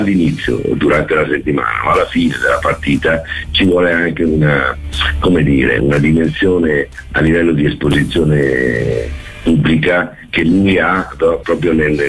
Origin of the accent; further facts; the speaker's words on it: Rome, Lazio, Italy; born there; io sono nato a Roma